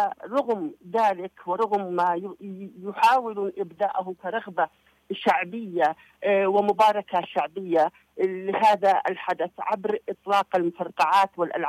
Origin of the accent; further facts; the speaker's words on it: Yemen; أننا ملزمين كيمنيين